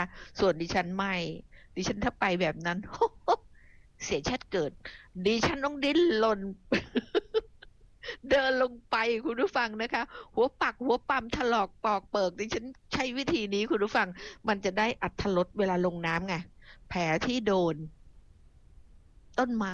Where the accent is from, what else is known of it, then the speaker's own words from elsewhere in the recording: Phuket, Thailand; บ้านดิฉันเองจังหวัดภูเก็ตดิฉันเนี่ยเป็นคนบ้านนอกเนาะอยู่นอกนะนอกแผ่นดินนะดิฉันมาจากเกาะคุณผู้ฟังแล้วก็ถีบตัวเองด้วยการศึกษานะคะ